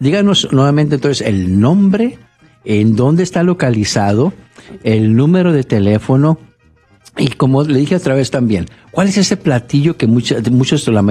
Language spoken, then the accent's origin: Spanish; Mexico; moved away; tengo la oportunidad de ir a mi pueblo, por allá a México